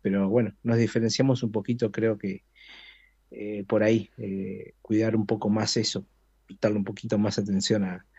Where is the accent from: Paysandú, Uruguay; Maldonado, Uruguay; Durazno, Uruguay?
Maldonado, Uruguay; Piriápolis; como ya saben, somos de Piriápolis.